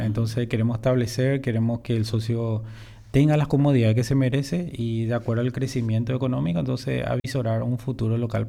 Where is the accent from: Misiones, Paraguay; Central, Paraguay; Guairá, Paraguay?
Misiones, Paraguay; moved away as an adult; now in Pilar, Paraguay; yo soy el único funcionario en el departamento que no soy de Pilar, soy de Misiones, pero ya me siento ya pilarense, ya hace 10 años de que se inició la cooperativa